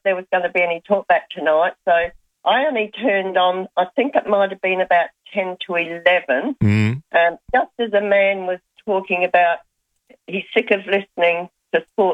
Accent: South Australia, Australia; But I went to school with his older brother, but we're all from the Ethelton, Birkenhead, Semaphore kind of area.

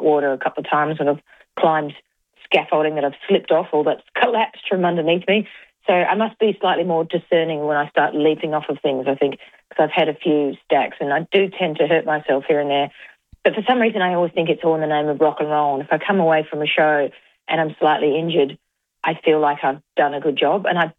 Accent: Adelaide, South Australia, Australia; And when I tell people that I'm from Adelaide, they go, oh, wow, unreal.

